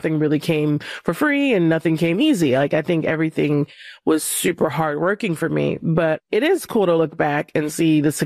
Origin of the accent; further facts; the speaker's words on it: Compton, California, United States; I'm from Compton, California